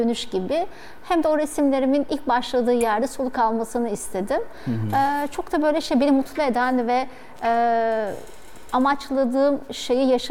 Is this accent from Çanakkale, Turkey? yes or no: yes; Bozcaada, Çanakkale, Turkey; Çünkü ben oradan çıktım, orada büyüdüm. Bütün işte ressamlıkla ilgili her şeyi orada kazandım. Sonrasında biraz böyle şey, asi bir yapım vardı benim. Yani Bozcaada'da doğmuş, büyümüş bir insanın ben ressam olacağım demesi aslında biraz şey, ekstrem bir şey.